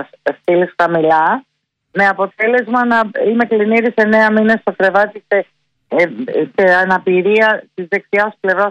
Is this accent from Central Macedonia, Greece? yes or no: no; Athens, Attica, Greece; born there; Γεννήθηκα στην Αθήνα. Η καταγωγή μου είναι από τη Μάνη. Λακωνική Μάνη, ναι.